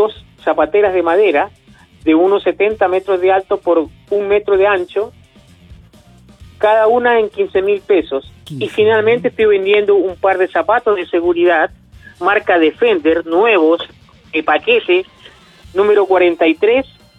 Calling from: San Pedro de la Paz, Biobío, Chile; De San Pedro de la Paz

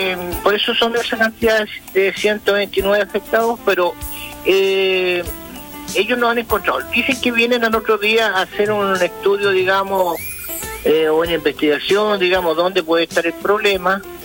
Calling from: Los Lagos, Chile; yo vivo en calle Hazaña Indígena, 2230, Colbe Alto.

